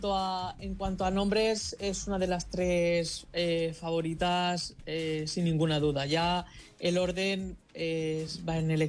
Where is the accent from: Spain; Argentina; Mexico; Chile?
Spain; Yo soy español y discrepo en esto que decís